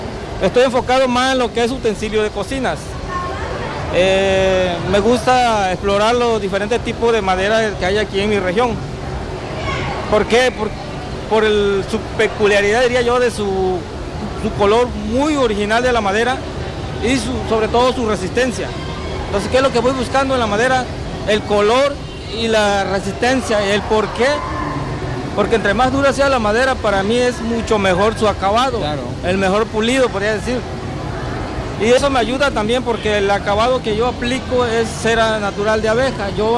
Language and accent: Spanish; Tabasco, Mexico; Yo vengo del municipio de Centla, soy del poblado Gobernador Cruz, cerca de Playa Pico de Oro.